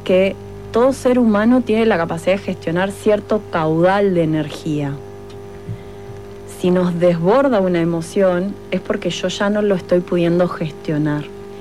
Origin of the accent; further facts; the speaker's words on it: Montevideo, Uruguay; yo que vengo de Montevideo